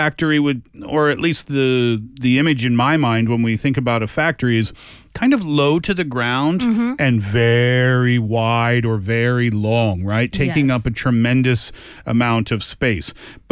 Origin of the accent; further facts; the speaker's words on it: Canada; I'm Canadian.